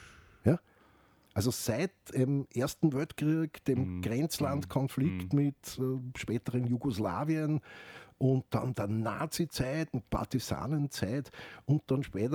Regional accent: Austria; Österreich, wie wir zuerst gesagt haben, wir sind Österreicher.

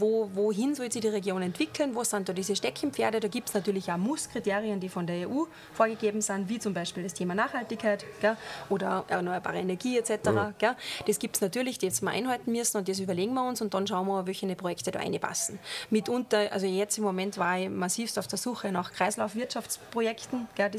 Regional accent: Austria; Aber was dann denn wir als Österreicher lernen, also diese europäische Idee, da bin ich eine Vollgasverfechterin.

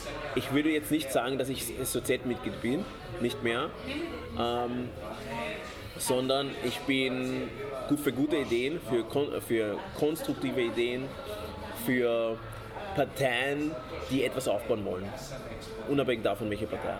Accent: Austria; Ich bin als Kind aufgewachsen in Österreich.

